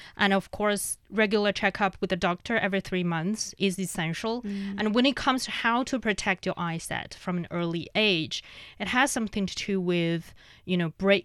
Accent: Inner Mongolia, China; Yeah, I'm from Inner Mongolia.

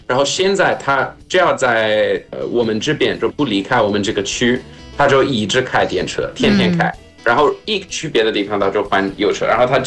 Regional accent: South Africa; moved away; 我记得我小时候在南非，

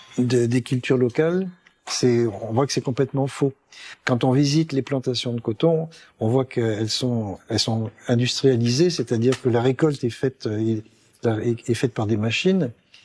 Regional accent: France; je suis français et que j'habite en France.

